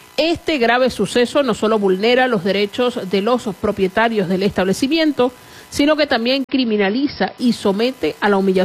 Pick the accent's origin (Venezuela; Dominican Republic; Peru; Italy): Venezuela; Zulia; para los que somos del Zulia